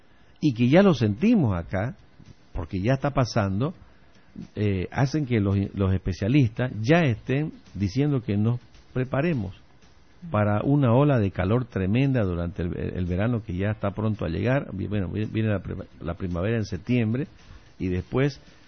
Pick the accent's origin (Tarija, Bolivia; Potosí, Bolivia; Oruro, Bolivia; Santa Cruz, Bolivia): Santa Cruz, Bolivia; somos dejados los cambas.